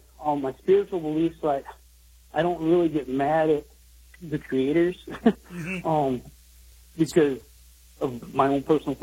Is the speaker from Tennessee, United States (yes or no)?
no; Akron, Michigan, United States; I grew up in Akron, Michigan, a small farm town.